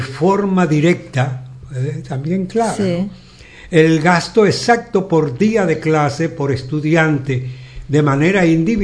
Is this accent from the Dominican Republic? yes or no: yes; Dominican Republic; somos todos los dominicanos y dominicanas